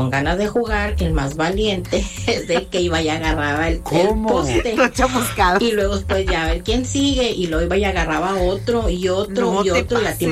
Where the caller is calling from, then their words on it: San Nicolás de los Garza, Nuevo León, Mexico; aquí, de San Nicolás.